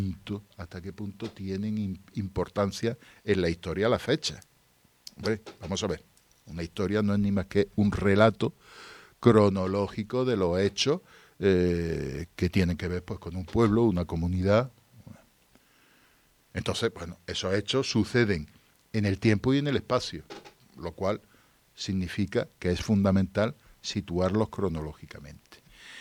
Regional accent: Spain; yo sea un divulgador español

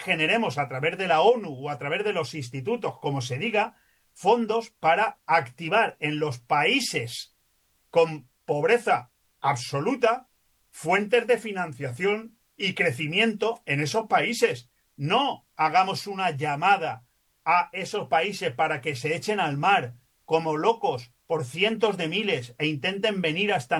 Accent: Spain; now in Benidorm, Spain

